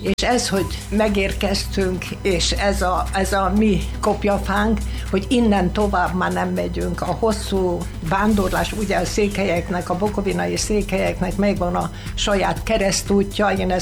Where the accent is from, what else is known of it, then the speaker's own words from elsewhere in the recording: Bátaszék, Tolna, Hungary; moved away as an adult; also born or lived in Bácsalmás; now in Szekszárd, Hungary; én Bács József albán születtem, ugye menekülés közben, utána bátaszéki gyerekként nevelkedtem